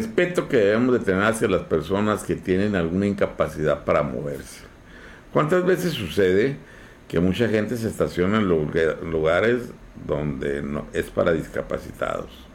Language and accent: Spanish; Mexico